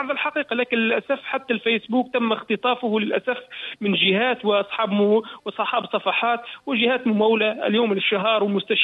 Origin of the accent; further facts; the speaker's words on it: southern Tunisia, Tunisia; أنا مثلا من الجنوب التونسي